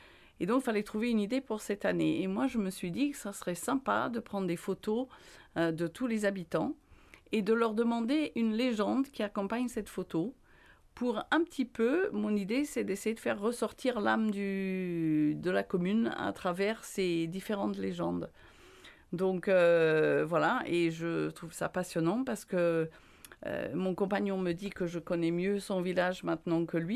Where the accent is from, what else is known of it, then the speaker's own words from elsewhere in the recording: Grangemouth, Scotland, United Kingdom; French is a second language; also born or lived in Edinburgh; Je suis née à Édimbourg, j'ai fait mes études à Glasgow. J'ai grandi entre les deux dans une ville qui s'appelle Grangemouth